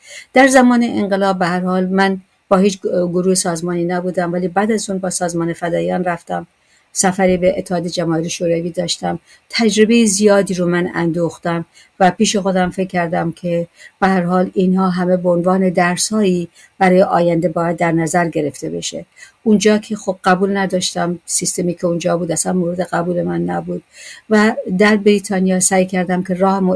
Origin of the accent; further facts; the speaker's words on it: Kermanshah, Iran; moved away as an adult; من زمانی که در ایران بودم قبل از انقلاب